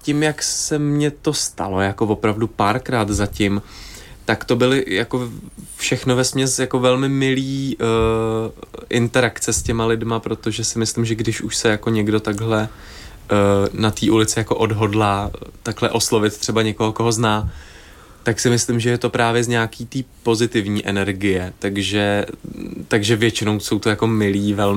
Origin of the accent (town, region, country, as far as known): Havlíčkův Brod, Vysočina Region, Czechia; born or raised there